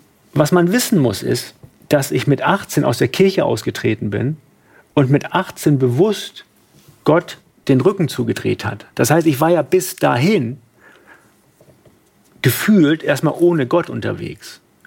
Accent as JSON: {"language": "German", "region": "Hamburg", "country": "Germany", "said": "ich dann erstmal nach dem Everest nach Hamburg zurück bin, wo ich herkomme."}